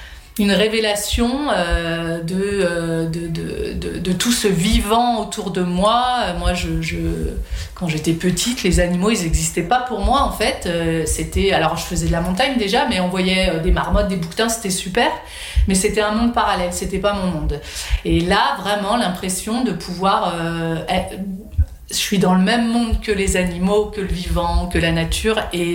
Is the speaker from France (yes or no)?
yes; Lyon, Auvergne-Rhône-Alpes, France; born or raised there; moved away as an adult